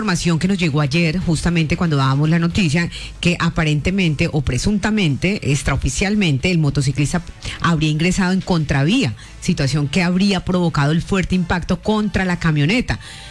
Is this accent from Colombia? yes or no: yes; Colombia; en medio de esta tragedia que nos debe unir como colombianos